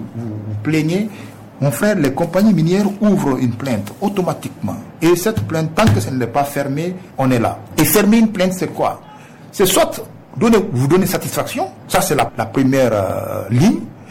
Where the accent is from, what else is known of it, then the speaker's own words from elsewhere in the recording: Guinea; je suis guinéen.